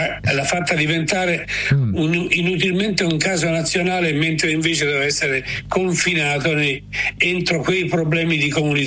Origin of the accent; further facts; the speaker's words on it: Umbria, Italy; Sicuramente al fresco, perché il mio paese in Umbria è abbastanza fresco e la mia casa ha delle mura antiche, quindi sono privilegiato.